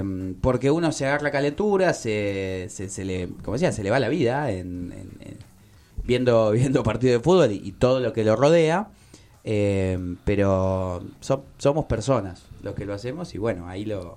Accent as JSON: {"language": "Spanish", "country": "Argentina"}